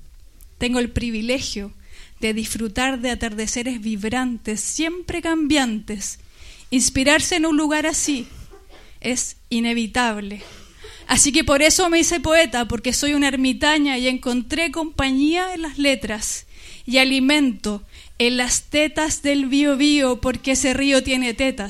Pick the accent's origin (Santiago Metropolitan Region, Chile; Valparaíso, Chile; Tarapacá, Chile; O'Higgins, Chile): Santiago Metropolitan Region, Chile; Santiago; crecí en Lo Espejo, en una comuna kuma, como dice la Rosy. Una comuna periférica en la capital, allá en Chile, de esas donde hay que andar mirando para atrás